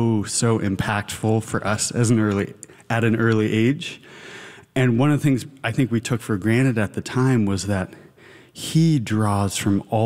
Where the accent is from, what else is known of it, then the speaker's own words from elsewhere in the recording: Seattle, Washington, United States; Growing up in Seattle